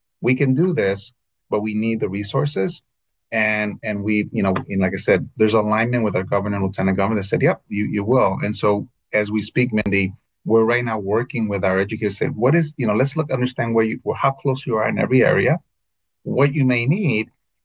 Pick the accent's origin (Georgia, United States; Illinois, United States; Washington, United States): Illinois, United States; born or raised there; also born or lived in Texas / Nevada; now in Massachusetts, United States